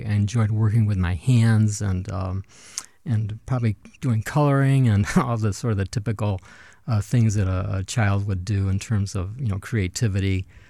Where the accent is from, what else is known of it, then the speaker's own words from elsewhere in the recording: Detroit, Michigan, United States; Well, I grew up in suburban Detroit, about halfway between Detroit and Ann Arbor.